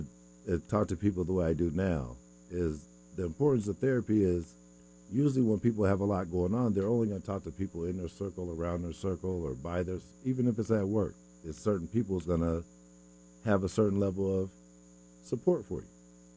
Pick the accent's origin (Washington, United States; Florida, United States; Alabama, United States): Washington, United States; Seattle; now in Renton, United States; I'm not from the Renton. I'm not from anywhere. You know, I'm from Seattle.